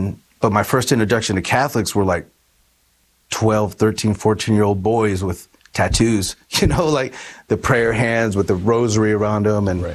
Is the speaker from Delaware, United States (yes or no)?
no; Tecumseh, Michigan, United States; born there; I was born in Michigan in a really small town called Tecumseh, Michigan, not far from here.